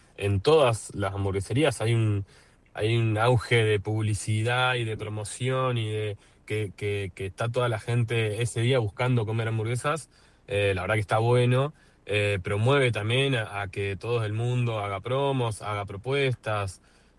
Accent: Patagonia, Argentina; nosotros siendo del sur de Argentina

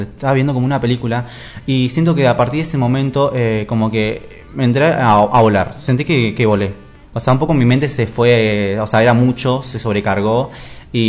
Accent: Río Negro, Argentina; also born or lived in Neuquén; yo, o sea, estuve viviendo nací en Neuquén, estuve viviendo toda mi vida en Río Negro

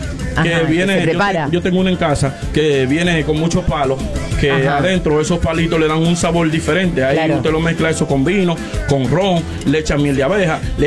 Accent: Dominican Republic; now in Rosario, Argentina; somos la misma isla, República Dominicana y Haití.

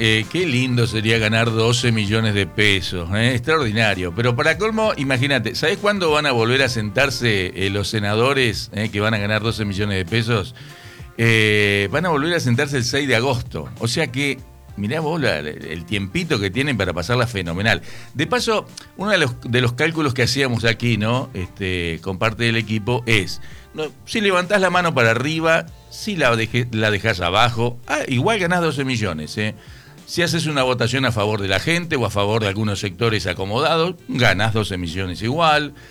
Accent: Argentina

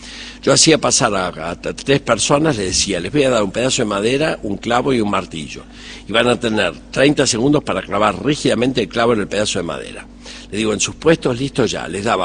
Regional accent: Córdoba, Argentina; accent: Cordobés; also born or lived in Germany; now in Uruguay; Soy cordobés a pesar de que vivo en Uruguay

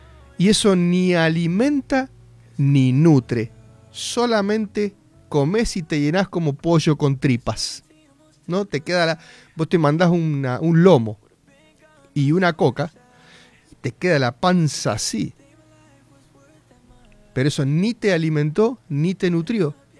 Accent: Argentina; que la Argentina son todos pechos fríos, porque somos así.

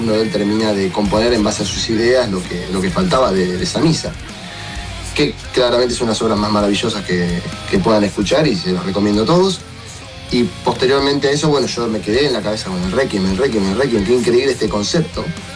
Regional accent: Argentina; somos argentinos.

